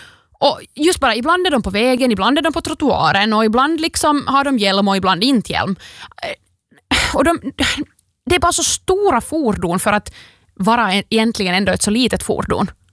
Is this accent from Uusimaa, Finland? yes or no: no; Vaasa, Ostrobothnia, Finland; Men jag gör det och jag är en äkta Vasabo på grund av det.